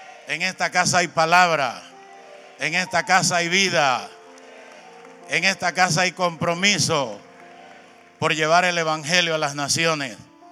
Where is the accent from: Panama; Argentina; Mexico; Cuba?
Panama; moved away as an adult; Soy panameño